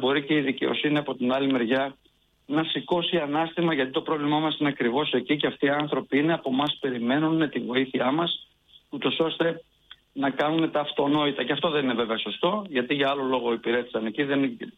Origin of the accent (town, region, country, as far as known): Greece